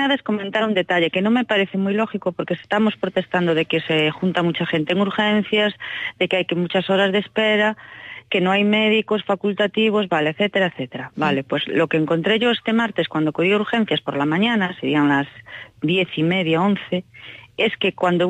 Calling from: Vilagarcía de Arousa, Galicia, Spain; Pues yo llamo desde Vila García de Arousa.

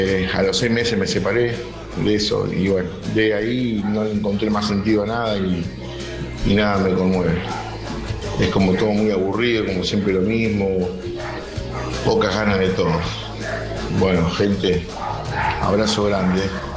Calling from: Suipacha, Buenos Aires Province, Argentina; de Suipacha, provincia de Buenos Aires.

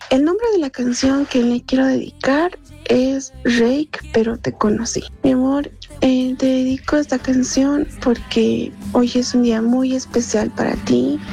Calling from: La Paz, Bolivia; llamo desde la ciudad de La Paz

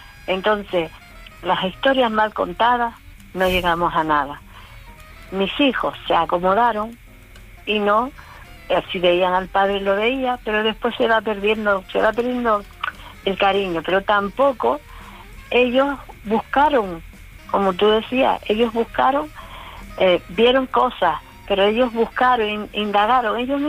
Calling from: Canary Islands, Spain; yo soy canaria, de la isla de enfrente.

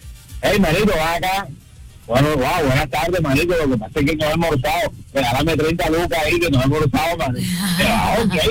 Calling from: Barranquilla, Atlántico, Colombia; Yo soy Barranquilla.

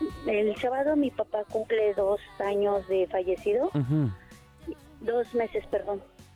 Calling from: Chimalhuacán, State of Mexico, Mexico; yo vivo en Chimalhuacán

